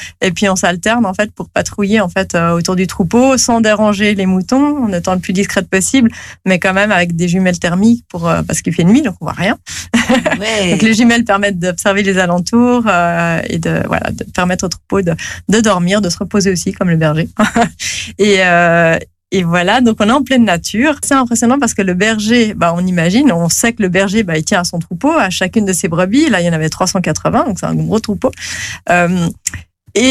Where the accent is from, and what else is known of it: Geneva, Switzerland